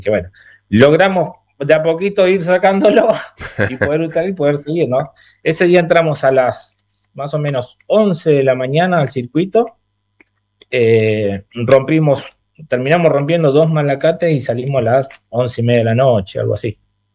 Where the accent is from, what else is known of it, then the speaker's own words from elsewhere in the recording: Chaco, Argentina; soy del Chaco, que zona de mucho mate, también está muy, muy cerca de Corrientes